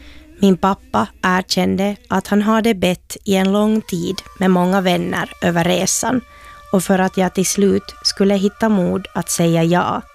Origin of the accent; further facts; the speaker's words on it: Finland; Vi var flera från Finland som åkte tillsammans.